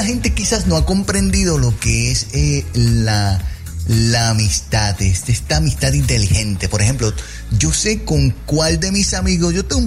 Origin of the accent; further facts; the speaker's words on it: Puerto Rico; Como decimos en Puerto Rico